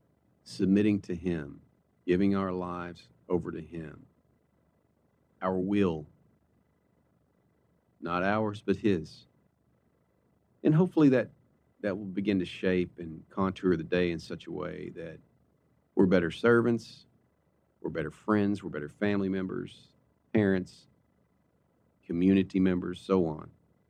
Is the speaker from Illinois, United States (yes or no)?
no; Arkansas, United States; I'm from Arkansas.